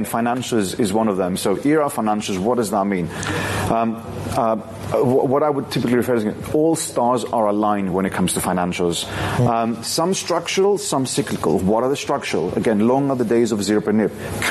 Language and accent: English; Greece; moved away; my home country, Greece